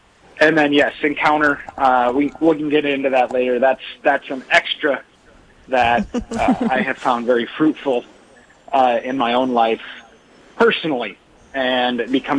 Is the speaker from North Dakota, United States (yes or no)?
yes; Dickinson, North Dakota, United States; As you said … I grew up in Dickinson, Trinity School, all my life.